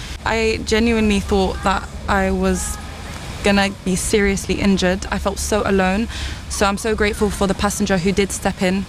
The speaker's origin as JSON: {"language": "English", "region": "London", "country": "United Kingdom", "tie": "born or raised there", "said": "I was born and raised in London and I've always felt safe wearing the hijab"}